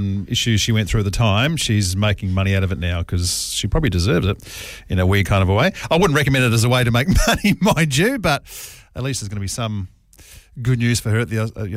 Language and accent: English; Australia; You don't think we've done worse than that in Australia over the years?